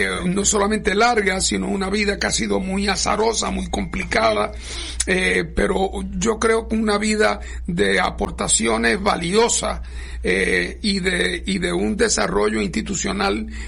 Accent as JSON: {"language": "Spanish", "country": "Puerto Rico"}